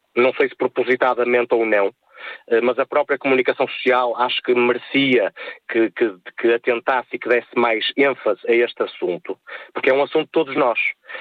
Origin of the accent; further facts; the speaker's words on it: Portugal; enquanto português